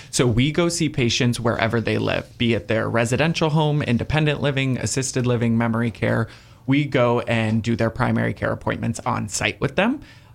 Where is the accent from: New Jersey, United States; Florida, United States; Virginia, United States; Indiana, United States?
Florida, United States; Tampa; So I am actually born and raised in the Tampa Bay area, so I've grown up here my whole life.